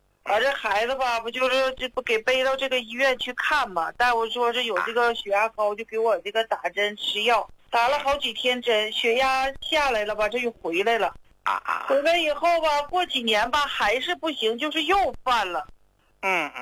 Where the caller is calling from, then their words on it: Daqing, Heilongjiang, China; 胡老师啊，我是大庆的。